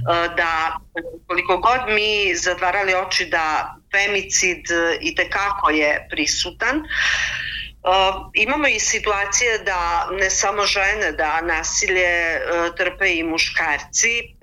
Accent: Serbia; kod nas u Srbiji sve više o tome i o toj temi priča

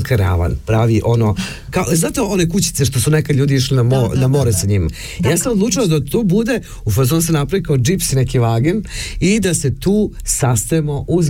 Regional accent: Jablanica District, Serbia; nego sela, planine i taj naš kraj, jer dolazi iz Leča, tako se zove region, odakle sam ja.

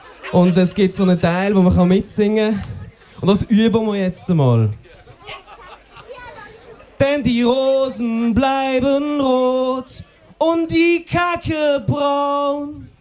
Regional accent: Basel, Basel-Stadt, Switzerland; ich bin aus Basel.

